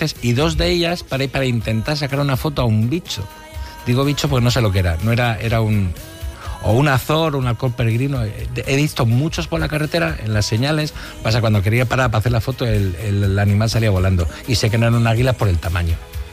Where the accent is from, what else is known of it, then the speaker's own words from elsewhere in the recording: Prado de la Guzpeña, Castile and León, Spain; Mira, ayer viniendo de mi pueblo, Prado de la Guzpeña, ahí en la Sierra Toma por Saco, es un pueblo muy pequeñito, no tiene ni bar, es muy coqueto, es muy bonito para hacer excursiones y tal.